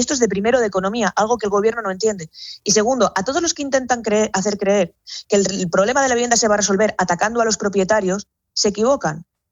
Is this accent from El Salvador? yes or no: no; León, Castile and León, Spain; Yo soy de León y siempre he votado presencialmente